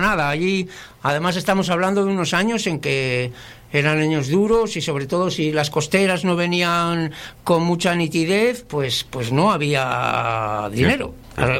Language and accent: Spanish; Laredo, Cantabria, Spain; para los que somos de Laredo